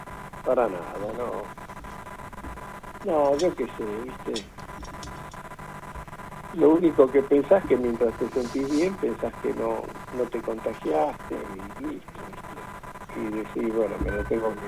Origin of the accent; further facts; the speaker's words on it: Carmen de Areco, Buenos Aires Province, Argentina; Carmen de Areco.